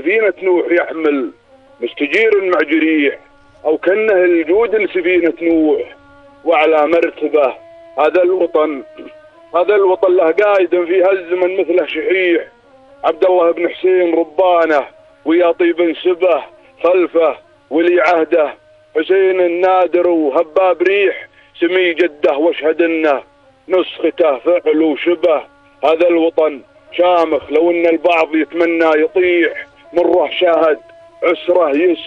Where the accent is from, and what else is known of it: Jordan